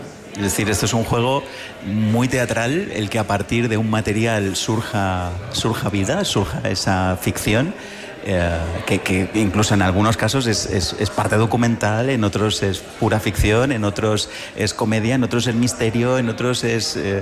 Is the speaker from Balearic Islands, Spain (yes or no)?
yes; Balearic Islands, Spain; Yo soy de Mallorca y el proyecto tiene una pierna en Mallorca y la otra está aquí en Madrid.